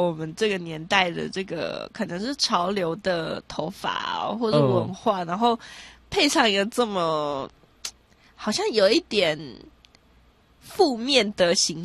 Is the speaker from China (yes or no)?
no; Taichung, Taiwan; 我小时候在台中打滚嘛